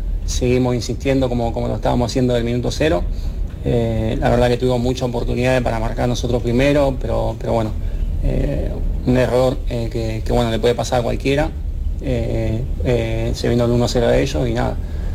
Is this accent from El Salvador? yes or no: no; Argentina; now in Spain; yo siendo argentina